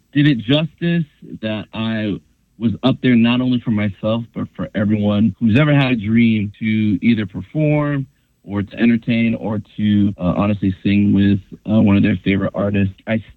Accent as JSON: {"language": "English", "town": "Brockton", "region": "Massachusetts", "country": "United States", "tie": "born or raised there", "said": "So I was raised in Brockton, Massachusetts. I am a PK, aka a preacher's kid. So I grew up in church."}